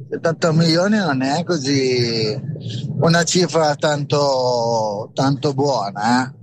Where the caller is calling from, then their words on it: Gallarate, Lombardy, Italy; da Gallarate